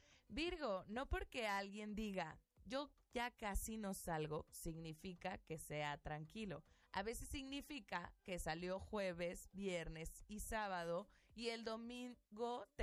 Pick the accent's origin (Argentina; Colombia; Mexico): Mexico; yo soy mexicana y pues no entro en el estereotipo mexicano.